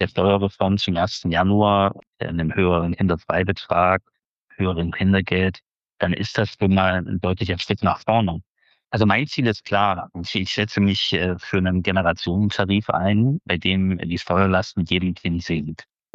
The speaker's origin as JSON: {"language": "German", "town": "Jena", "region": "Thuringia", "country": "Germany", "tie": "born or raised there"}